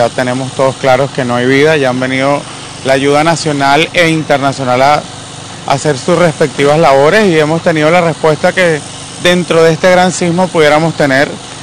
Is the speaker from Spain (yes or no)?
no; Venezuela